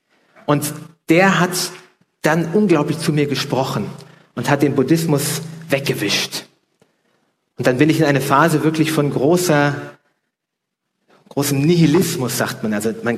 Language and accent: German; Hamburg, Germany; Ich bin in Hamburg, in Norddeutschland aufgewachsen